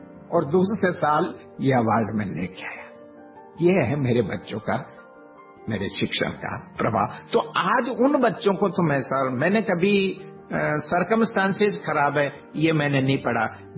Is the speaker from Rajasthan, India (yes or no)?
yes; Rajasthan, India; उसमें राजस्थान से हम दो जने थे सर, एक बीकानेर से थे और एक मैं था।